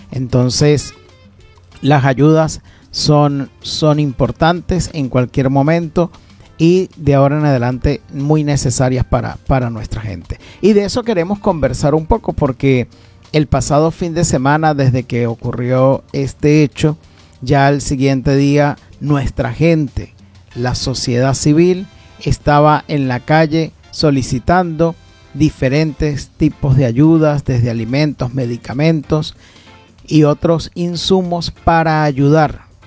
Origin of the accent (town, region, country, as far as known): Venezuela